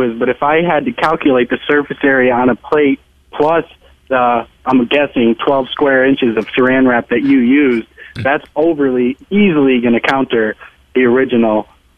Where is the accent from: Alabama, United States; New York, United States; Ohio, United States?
Ohio, United States; Oh, Ohio.